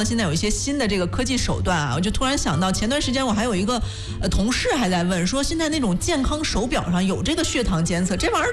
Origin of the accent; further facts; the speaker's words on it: northern China, China; 作为北方人哈，尤其是河北人山西人周围这一带的山河四省的，他比较喜欢吃面食。